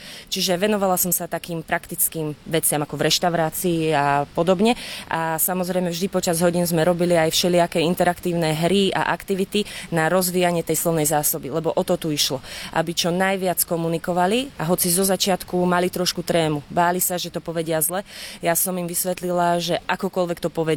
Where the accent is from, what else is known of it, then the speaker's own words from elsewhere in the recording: Lučenec, Banská Bystrica Region, Slovakia; moved away as an adult; now in Bratislava, Slovakia; Pochádzam z Lučenca, ale 10 rokov žijem v Bratislave